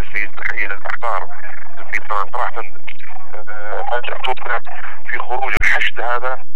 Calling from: Aden, Yemen

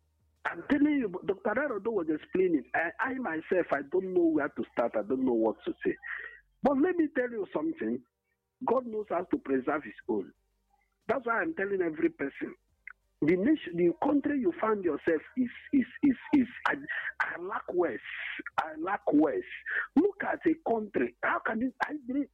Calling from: Enugu, Enugu State, Nigeria; I'm calling from Enugu.

